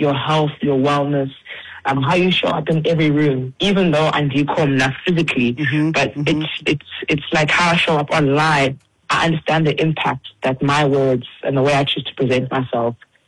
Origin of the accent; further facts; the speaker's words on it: East London, Eastern Cape, South Africa; now in Johannesburg, South Africa; And then I grew up in East London. I studied in Cape Town for a couple of degrees. I'm now based in Johannesburg.